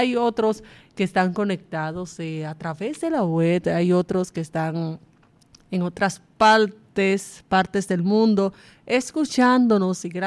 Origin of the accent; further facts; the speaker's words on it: Dominican Republic; nuestro país, República Dominicana